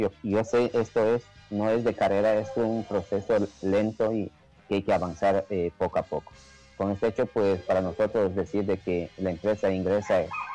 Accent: Ecuador; como pueblos y nacionalidades ecuatorianas en todo el territorio ecuatorial.

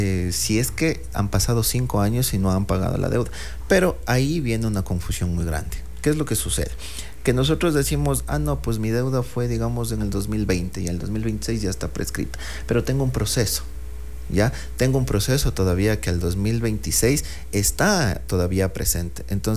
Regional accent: Ecuador; nosotros como ecuatorianos

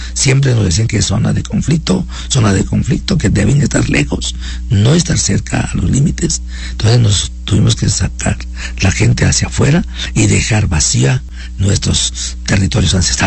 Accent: Ecuador; born there; yo nací aquí en el Ecuador

